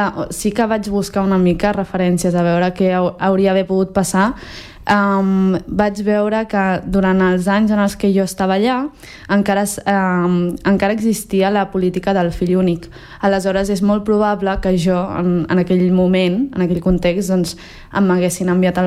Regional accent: Catalonia, Spain; born there; also born or lived in China; pues jo sóc d'aquí, i al final, clar, ma mare em va dir, sí, ets aquí, però... I llavors em va explicar com una mica el viatge i tot, i en aquell moment, o sigui, el viatge de jo anar de la Xina aquí

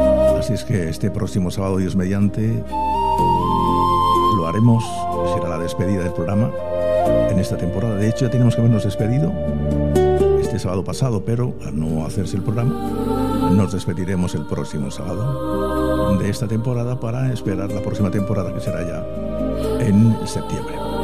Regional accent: Spain; Yo me siento español y yo sí ondeo mi bandera dentro de mí

